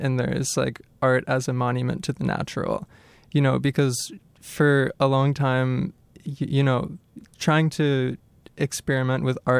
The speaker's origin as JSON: {"language": "English", "region": "Florida", "country": "United States", "moved": "yes", "lives_now": "Hazel Park, United States"}